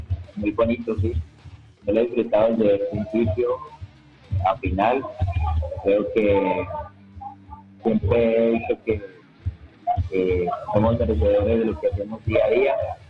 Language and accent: Spanish; Colombia; yo vengo creciendo en San Mateo, aquí en Chamaco. Yo vengo desde el barrio.